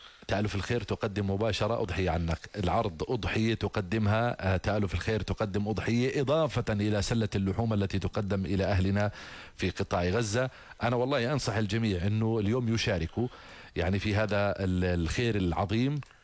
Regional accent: Jordan; عندنا في الأردن

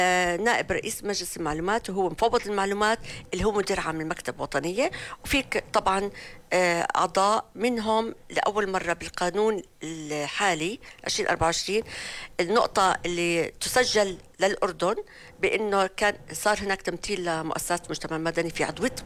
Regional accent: Jordan; احنا كمجتمع أردني مش متعودين

